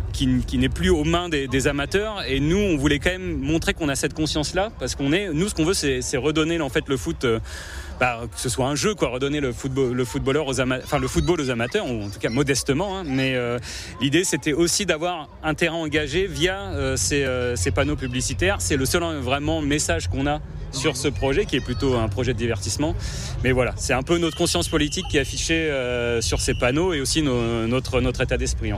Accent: Reims, Grand Est, France; On est de Reims, voilà, pas loin de Charleville.

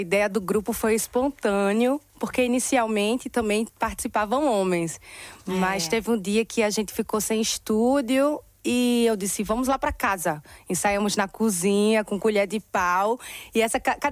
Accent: João Pessoa, Paraíba, Brazil; also born or lived in Pernambuco; Eu sou pernambucana e paraibana, nasci em Pernambuco, fui criada na Paraíba, em João Pessoa.

